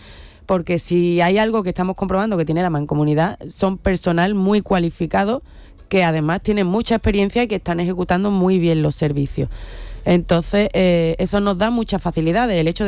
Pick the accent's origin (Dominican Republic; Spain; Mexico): Spain; Villamartín, Andalusia